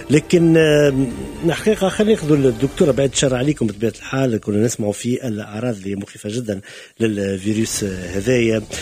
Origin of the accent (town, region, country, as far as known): Tunisia